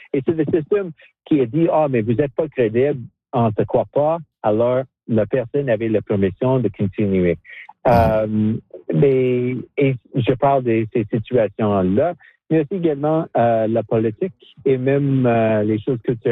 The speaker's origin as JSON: {"language": "French", "region": "Saskatchewan", "country": "Canada", "second_language": "French", "said": "parce que je viens de Saskatchewan, il n'y a pas beaucoup de français là-bas, et j'ai vraiment appris le français à l'âge de 26 ans quand j'ai joindre l'armée canadienne."}